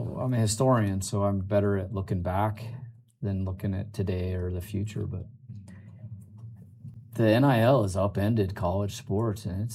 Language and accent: English; Salt Lake City, Utah, United States; I grew up in Salt Lake